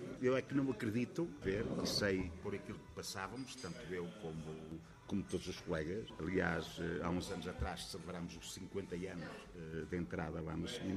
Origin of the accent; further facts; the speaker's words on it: Portugal; Sou natural de Escarilho.